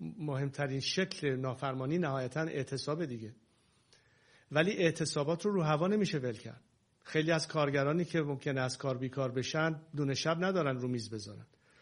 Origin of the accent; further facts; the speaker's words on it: Iran; moved away; ما که در خارج از ایران هستیم،